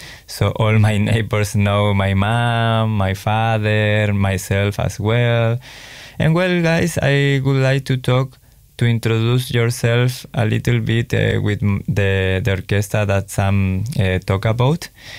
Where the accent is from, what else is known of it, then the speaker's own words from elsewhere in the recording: Chile; English is a second language; moved away as an adult; also born or lived in Germany; now in Melbourne, Australia; I am from Chile. I am from Chile, and I left Chile around 8 years. So I went for first time to Germany to live there around 4.5 years.